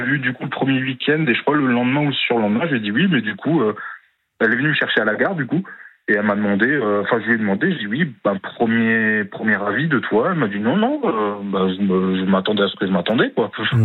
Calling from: Grand Est, France; Moi, je suis d'Alsace

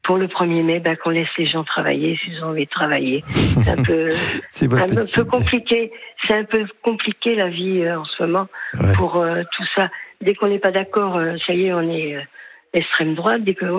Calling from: Chalon-sur-Saône, Bourgogne-Franche-Comté, France

